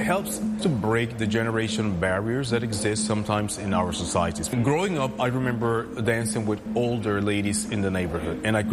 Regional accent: Panama; moved away as an adult; also born or lived in Oklahoma; now in Houston, United States; I'm originally from Panama, so I'm Panamanian, half Jamaican. I ended up in the United States with a scholarship for music, so I started studying music back home. And then a scholarship brought me to Oklahoma, and then from Oklahoma I came to Houston, and that was back in 1995

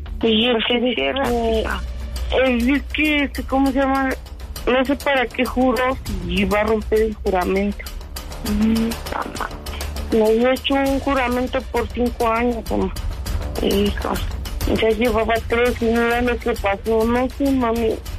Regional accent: Tlaxcala, Mexico; De Santorum. Santorum, Tlaxcala, donde hacen la pirotecnia, todo eso.

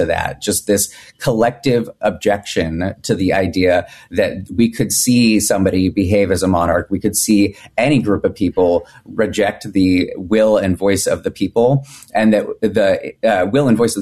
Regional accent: California, United States; Growing up in California, too, I was there

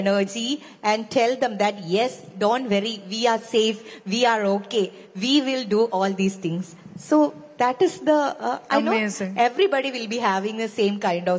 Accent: Kozhikode, Kerala, India; I belong from Malabar region. I hail from Kozhikode city. I born and brought up in a family which had very pure, in-depth feeling of the, you know, the orthodox, a religious...

